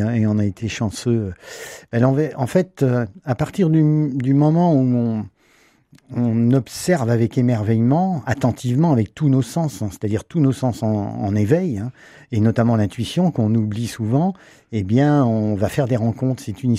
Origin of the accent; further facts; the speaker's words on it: Brittany, France; Moi, je l'observais sur la Sèvre nantaise, puisque je suis breton d'origine.